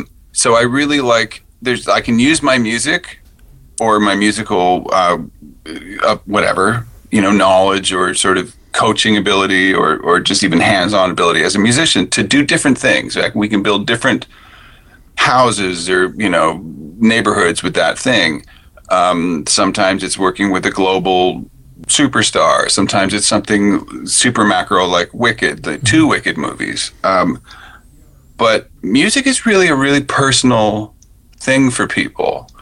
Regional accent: Ontario, Canada; I was in Winterton a lot as a kid in the summers, even though I grew up in Ontario, but my mom is from Newfoundland.

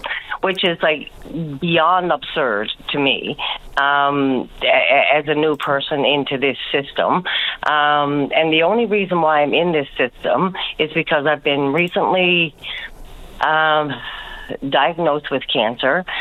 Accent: Newfoundland and Labrador, Canada; I'm not from St. John's. I moved here in May 2025, okay, from another area or whatnot.

